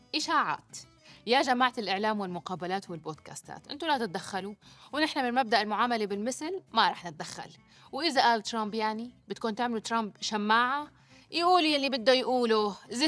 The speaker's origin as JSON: {"language": "Arabic", "country": "Syria", "said": "أنا سورية وإذا بدي أعرف شيء عن سوريا بحط على المحطات اللبنانية"}